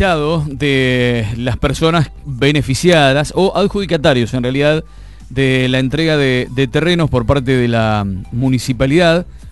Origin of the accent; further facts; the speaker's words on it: Argentina; Tenemos también como argentinos hacer valer nuestros derechos en este lugar.